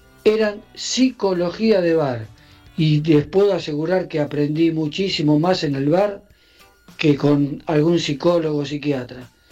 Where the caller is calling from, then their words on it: Hurlingham, Buenos Aires Province, Argentina; de Hurlingham. Lo hermoso que tengo 65 años.